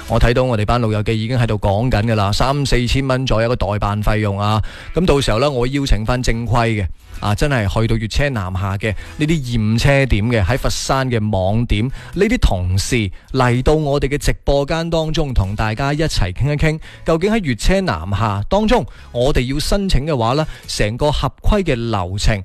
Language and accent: Cantonese; Zhanjiang, Guangdong, China; moved away; 喺湛江打卡喎，喺我乡下喎